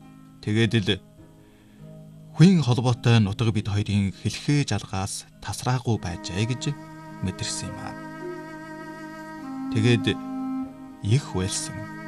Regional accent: Inner Mongolia, China; moved away as an adult; Их сургуультан анх очиход та аль нутгийнх билээ гэж хамт сурагчид асуув. Өвөр Монголоо гэж хариулахад юугаар ирэв гэнэ.

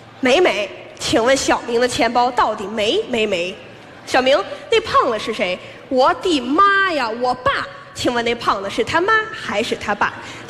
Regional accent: Russia; Chinese is a second language; 没事儿，嗯，我们俄罗斯人不怕冷。

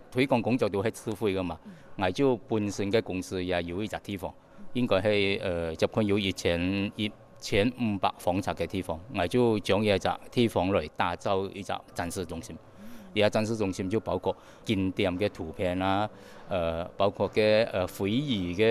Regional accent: Malaysia; 仲有我哋马来西亚人喜欢喜欢系一样东西，客家酿酒。

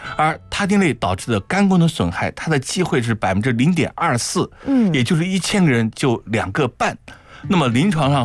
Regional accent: China; 我们东方人或者说我们中国人

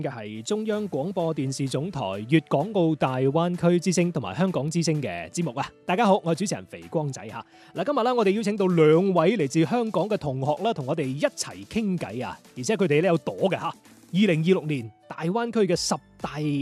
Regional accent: Dongguan, Guangdong, China; 多啲宣传我哋东莞嘅文化。

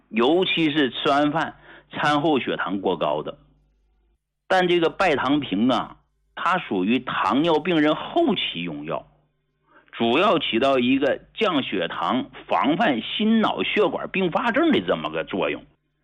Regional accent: Hegang, Heilongjiang, China; moved away as an adult; now in Beijing, China; 我是从农村走出来的，我是从黑龙江鹤岗工农区走出来的

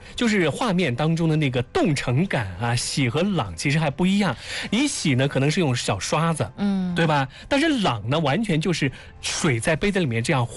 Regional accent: Hefei, Anhui, China; accent: Hefei dialect

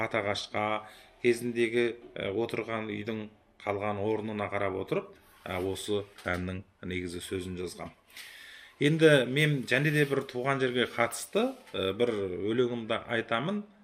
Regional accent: Fukang, Xinjiang, China; moved away; Көн енді осы кісінің де туған жері, менің де туған жерім осы Фуқан қаласы мен Аққала ауылының негізі қыстаулық жері.

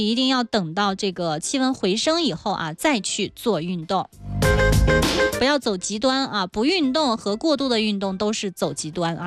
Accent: Qinghai, China; 咱们青海人叫什么软梨是吧

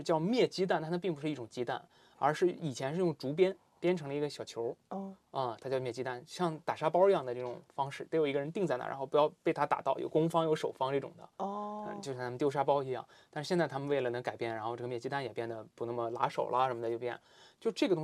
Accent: Shanxi, China; 在我的老家山西，就是高粱面，就磨面。

